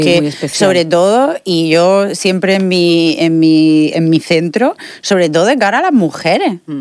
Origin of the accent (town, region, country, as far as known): Zarandona, Region of Murcia, Spain; born or raised there